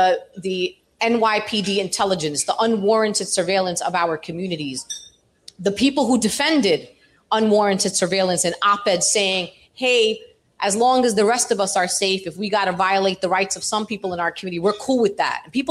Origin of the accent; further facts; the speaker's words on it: New York City, New York, United States; Like, I'm a New Yorker, and my city was just targeted with a terrorist attack.